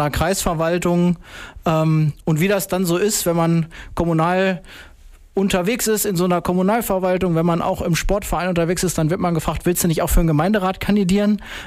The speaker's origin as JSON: {"language": "German", "town": "Emmerthal", "region": "Lower Saxony", "country": "Germany", "tie": "born or raised there", "also_born_or_lived": "Hameln / Großberkel", "said": "so eine ganz klassische Lebensgeschichte wie viele hier im Weserbergland. In Hameln geboren, in Emmertal aufgewachsen, in Emmertal zur Grundschule gegangen"}